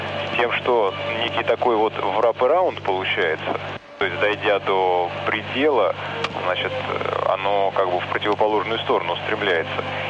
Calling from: Volgograd, Volgograd Oblast, Russia; Вот, я тут сам из Волгограда. Нас тут с декабря присоединили к «Эхо Москвы».

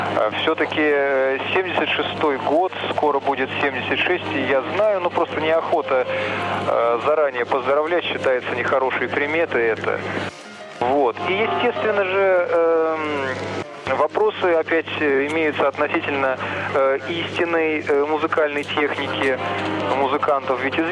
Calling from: Kazan, Tatarstan, Russia; Я из Казани звоню. Нас тут недавно подключили к «Эху Москвы».

